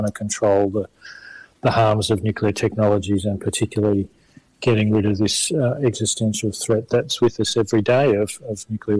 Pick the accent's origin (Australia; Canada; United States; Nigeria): Australia; Melbourne, Victoria; also born or lived in Adelaide / Hobart; My background is German. I was born in Adelaide, but grown up in Melbourne most of my life.